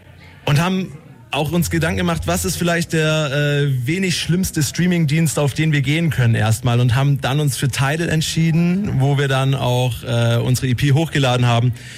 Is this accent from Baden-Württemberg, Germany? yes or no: yes; Ulm, Baden-Württemberg, Germany; wir kommen aus Ulm tatsächlich.